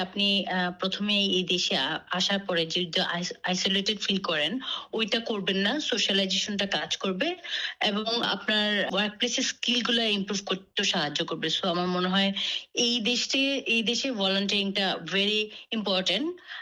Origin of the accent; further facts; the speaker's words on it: Bangladesh; now in Australia; যদি আমাদের বাংলাদেশিদের প্রেক্ষাপটে বলি, সেটা হচ্ছে কি, আমাদের যেহেতু ইংলিশ আমাদের ফার্স্ট ল্যাঙ্গুয়েজ না